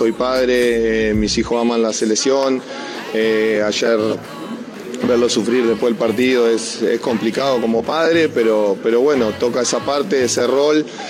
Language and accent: Spanish; Uruguay; porque somos uruguayos y ellos saben cómo afrontar esta situación